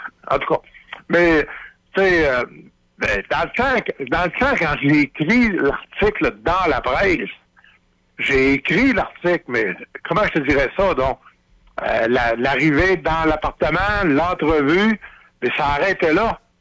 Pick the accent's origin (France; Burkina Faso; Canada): Canada; Falardeau, Quebec; moi je viens de Falardeau, mais nous autres, on est chez la ligne de Saint-Honoré, puis lui, il était chez la ligne de Falardeau.